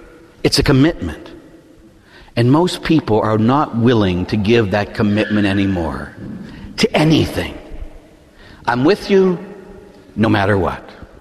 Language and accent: English; Pittsburgh, Pennsylvania, United States; born or raised there